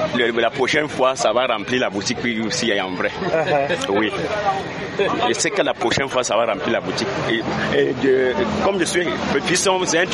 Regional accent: Cameroon; nous sommes Camerounais.

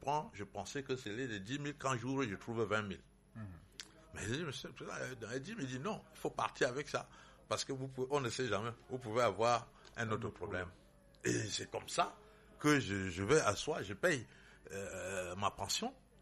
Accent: Bangourain, West, Cameroon; also born or lived in Foumban; Moi je suis de Bangourin et de Fumbal.

